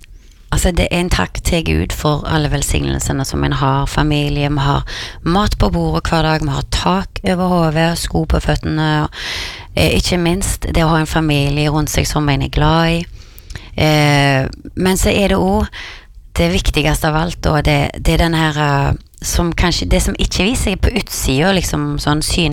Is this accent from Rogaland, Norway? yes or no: yes; Karmøy, Rogaland, Norway; Men jeg kom jo fra Karmøy, og der er det jo masse, ja, mange som er glad i country, og farmen er veldig glad i country.